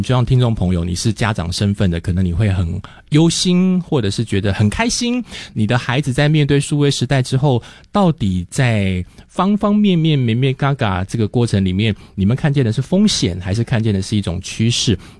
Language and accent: Chinese; Taichung, Taiwan; 我们以前老师以前在住，我是台中人，后来到了台北念书之后